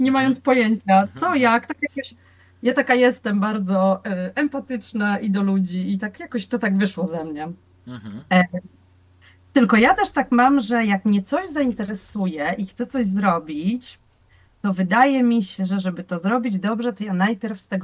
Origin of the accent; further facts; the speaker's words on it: Wrocław, Lower Silesian Voivodeship, Poland; nasz proboszcz w parafii we Wrocławiu, skąd pochodzę